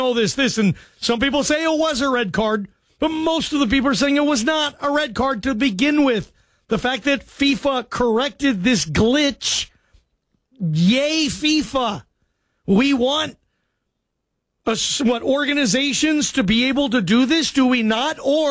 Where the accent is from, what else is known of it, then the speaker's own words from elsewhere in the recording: Seattle, Washington, United States; World Cup in Seattle, my hometown.